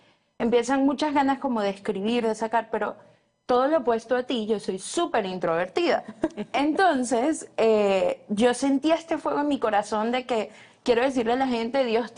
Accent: Venezuela; now in United States

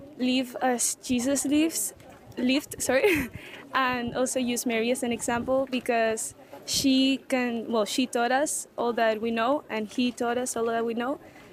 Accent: Spain; I'm from Spain.

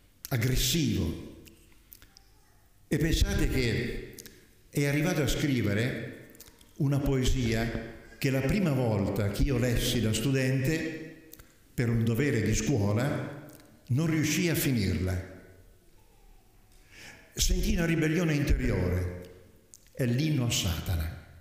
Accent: Tuscany, Italy; essendo io toscano

